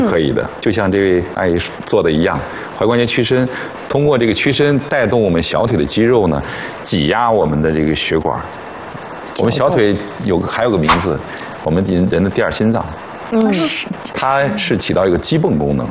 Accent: China; 我们中国人

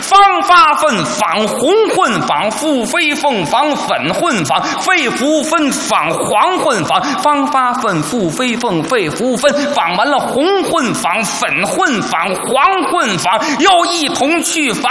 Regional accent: Beijing, China; 实际呀、这个李靖这个角色呀、他不是咱们北京人，

